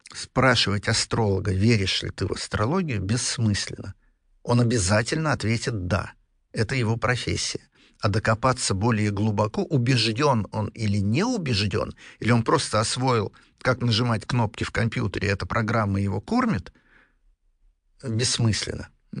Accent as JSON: {"language": "Russian", "country": "Russia", "said": "Я говорю, да я вот из России"}